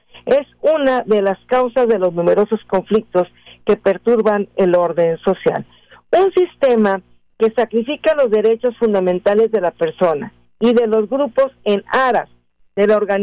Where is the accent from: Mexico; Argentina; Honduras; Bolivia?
Mexico; Mexico City; born there; yo nací en la Ciudad de México, fíjese. Y entonces nos restringían el agua.